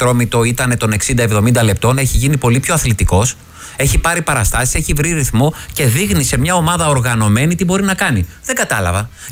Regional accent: Amarynthos, Central Greece, Greece; όπως λέμε και στο χωριό μου, τη Βάθια, την Αμάρινθο συνέβεια.

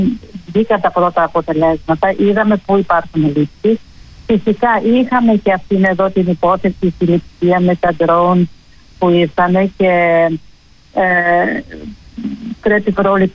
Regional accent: Germany; also born or lived in Greece; Μεγάλωσα στη Γερμανία. Ήμουνα 2,5 χρόνια μόνο στην Ελλάδα

